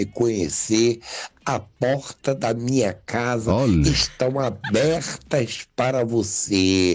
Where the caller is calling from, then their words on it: Rio de Janeiro, Brazil; eu sou de Rio de Janeiro.